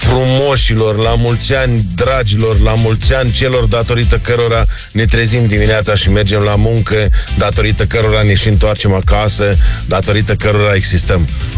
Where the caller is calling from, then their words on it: Bukovina, Romania; Vă salut, micuțul din Bucovina.